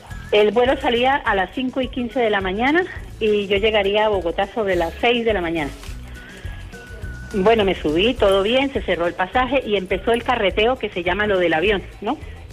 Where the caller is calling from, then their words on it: Cádiz, Andalusia, Spain; Llamo desde Cádiz.